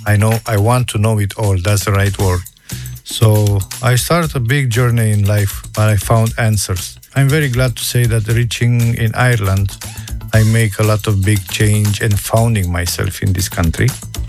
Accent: Romania; English is a second language; moved away as an adult; I'm from Romania. I used to leave the country long time ago, like more than 17 years ago.

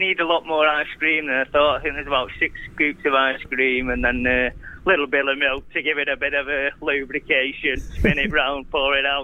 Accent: Manchester, North West England, United Kingdom; But it's cause as well, because I'm like working class. I'm from Manchester and stuff.

